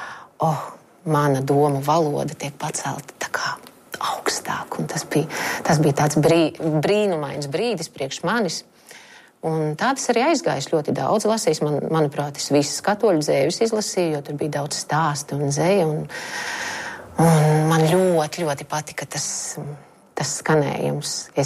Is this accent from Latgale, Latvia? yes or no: yes; Latgale, Latvia; first language Latgalian; Tā ir mana sirds. Nu, tā es esmu. Esmu latgaliete. Tā tas ir.